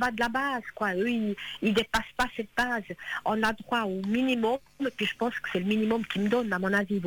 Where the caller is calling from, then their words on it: Switzerland; comme je suis en Suisse